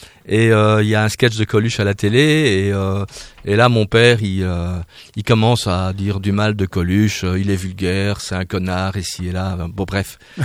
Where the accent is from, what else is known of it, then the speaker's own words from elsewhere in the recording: Belgium; Non seulement je suis belge